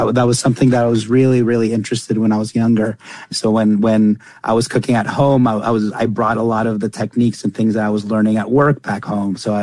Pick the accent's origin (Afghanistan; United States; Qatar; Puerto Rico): Qatar; Doha; because we were living, I was born and raised in Doha, Qatar.